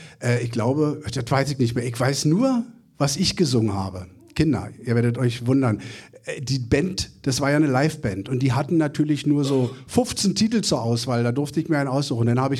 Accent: Berlin, Germany; Urberliner. Hört man, ne? Icke bin Berliner, also ganz, ganz echt. Ich bin jetzt an den Stadtrand gezogen.

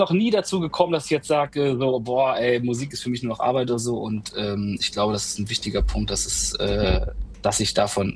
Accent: Hörstel, North Rhine-Westphalia, Germany; moved away as an adult; now in Osnabrück, Germany; Genau, ich komme ursprünglich aus Hörste. Das ist ein kleines Dorf in Kreis Steinfurt in NRW. Und da komme ich ursprünglich her. Ich bin vor 19 Jahren nach Osnabrück gezogen.

